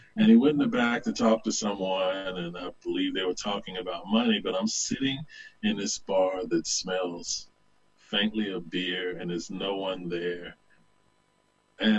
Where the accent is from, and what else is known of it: Southern United States, United States; born or raised there